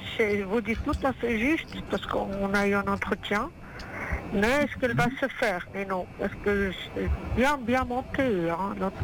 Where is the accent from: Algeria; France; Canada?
France; je suis quelqu'un de France